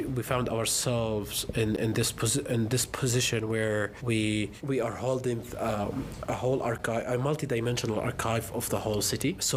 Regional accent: Gaza, Gaza Strip, Palestine; moved away; visit my hometown. I wanted to visit the city where I was born

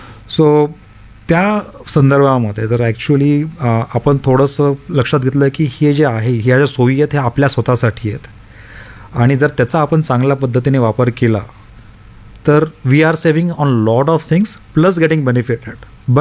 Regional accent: Latur, Maharashtra, India; मी लातूरचं आहे

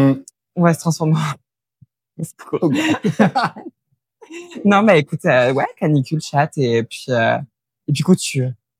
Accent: Normandy, France; born or raised there; moved away as an adult

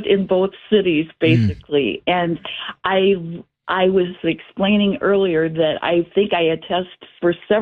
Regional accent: Princeton, Illinois, United States; my heart is and pride is both Chicago and Princeton, having grown up in Prin

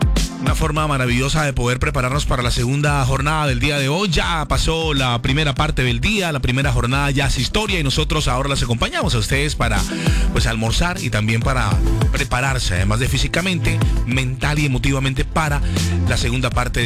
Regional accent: Colombia

